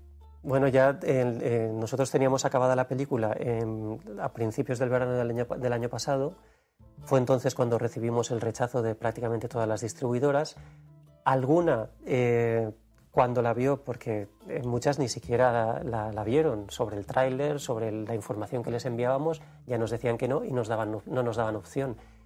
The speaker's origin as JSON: {"language": "Spanish", "region": "Valencian Community", "country": "Spain", "accent": "Valencian", "said": "la lengua valenciana es catalán, con nuestro acento."}